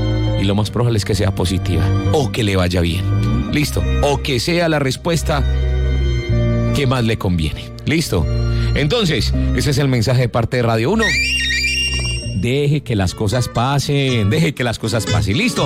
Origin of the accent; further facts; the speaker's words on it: Paisa region, Colombia; como paisa, como colombiano